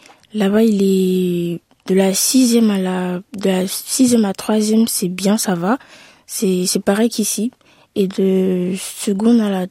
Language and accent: French; Abidjan, Côte d’Ivoire; j'ai 17 ans. Je suis née en Côte d'Ivoire à Abidjan, à Yopougon, dans la commune. J'ai grandi avec mes parents